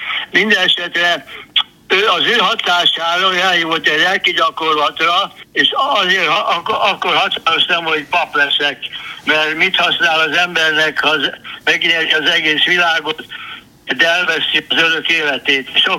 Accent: Oradea, Bihor, Romania; now in New York, United States; 40-ben visszatért Észak-Erdély, és akkor én Nagyváradon nevelkedtem

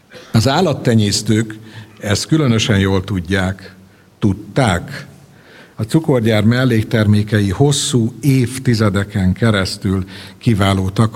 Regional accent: Szerencs, Borsod-Abaúj-Zemplén, Hungary; Én szerencsi ember vagyok, szerencsről származom.

